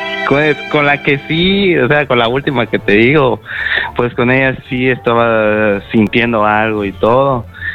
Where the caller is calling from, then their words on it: Mérida, Yucatán, Mexico; te estoy escuchando aquí desde Mérida. Mérida, Yucatán.